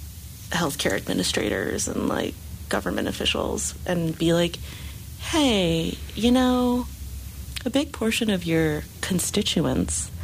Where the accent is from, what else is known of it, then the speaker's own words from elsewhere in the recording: New Mexico, United States; I think growing up in New Mexico as an Asian person was challenging